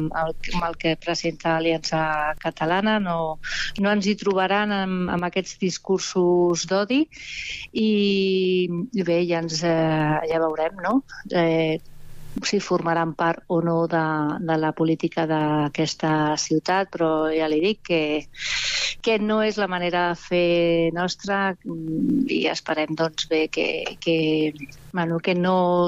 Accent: Mollet del Vallès, Catalonia, Spain

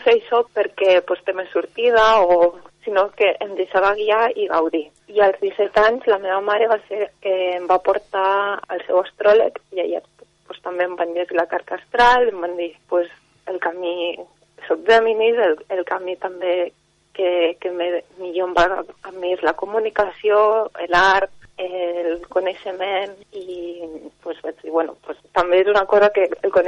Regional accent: Vielha, Catalonia, Spain; Doncs jo soc de la Vall d'Aran, vaig néixer aquí a Vieja i m'he passat quasi tota la vida a la Vall d'Aran.

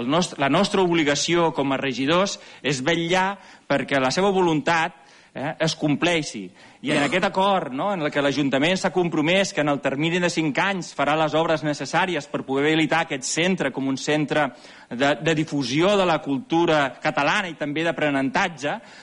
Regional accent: Reus, Catalonia, Spain; Jo vinc de Reus, i allà anàvem a una escola i me'n recordo el mestre que ens va ensenyar català

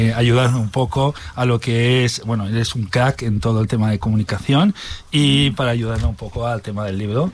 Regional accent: Barcelona, Catalonia, Spain; No, yo soy de Barcelona, él viene de Valencia.

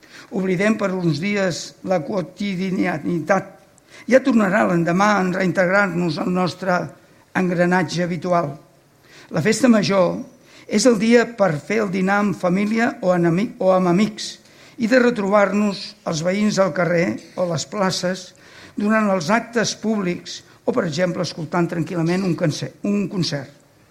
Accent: Cubelles, Catalonia, Spain; la meva implicació i compromís amb el meu poble, Cubelles, i la seva gent al llarg de la meva existència

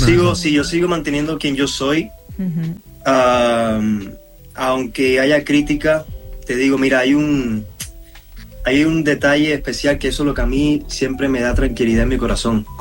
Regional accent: Cuba; moved away; viene de donde yo vengo.

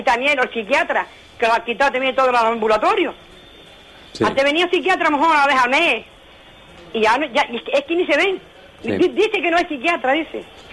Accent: Ingenio, Canary Islands, Spain; Vale, yo soy aquí de Ingenio. No en Agüime, sino en el Cruz Arinaga.

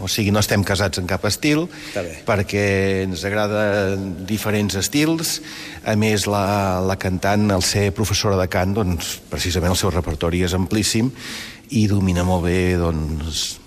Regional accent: Banyoles, Catalonia, Spain; moved away as an adult; Jo sóc de Banyoles.

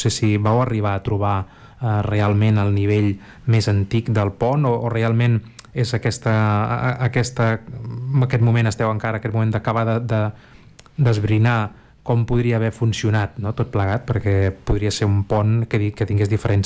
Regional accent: Esparreguera, Catalonia, Spain; jo sóc d'Esparreguera

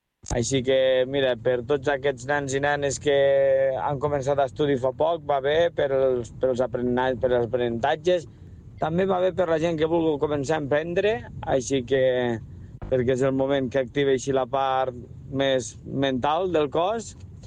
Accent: Almenar, Catalonia, Spain; de la festa major d'Almenar, que és el poble més bonic o dels més bonics del Segrià, diria jo, que sóc d'Almenar

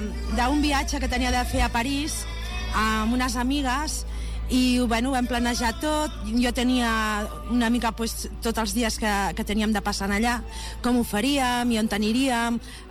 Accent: Terrassa, Catalonia, Spain; born there; Sí, jo he nascut a Terrassa, una ciutat molt maca.

